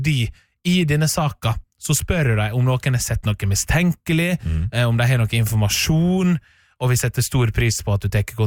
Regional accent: Western Norway, Norway; moved away; Bare akkurat der jeg er fra.

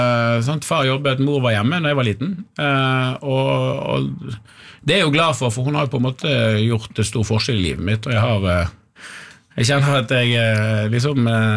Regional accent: Askøy, Vestland, Norway; moved away as an adult; also born or lived in Trondheim; Da jeg flyttet fra Bergen, eller fra Askøy, da jeg var sånn 18-19, dro til Trondheim og begynte å studere

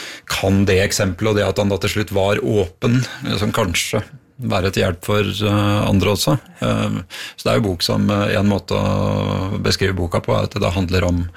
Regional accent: Bjerkvik, Nordland, Norway; Jeg hadde 4 år av barndommen i Bjerkvik, innerst i Ofotfjorden.

